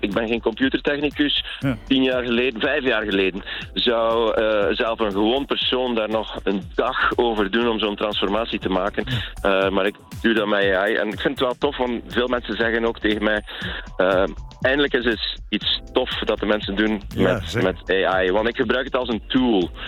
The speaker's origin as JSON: {"language": "Dutch", "town": "Ghent", "region": "Flanders", "country": "Belgium", "said": "in Gent, waar ik vandaan kom"}